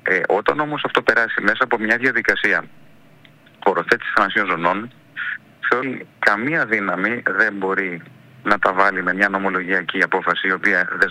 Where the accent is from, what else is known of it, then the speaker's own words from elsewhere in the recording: Samos, North Aegean, Greece; Υποσχέτε και εσείς, de facto είμαι Σαμιώτης.